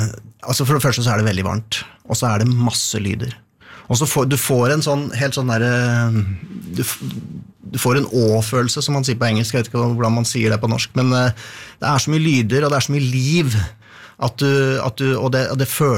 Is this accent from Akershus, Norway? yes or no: yes; Asker, Akershus, Norway; Jeg er fra Asker.